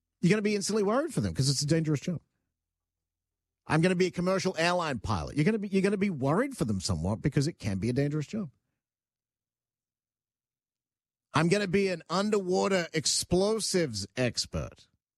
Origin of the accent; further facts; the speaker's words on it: Australia; I'm Australian. There's a big difference.